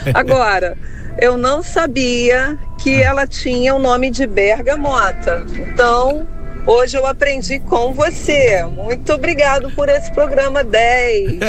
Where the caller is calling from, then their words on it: Rio de Janeiro, Brazil; falo aqui de Campo Grande, Rio de Janeiro.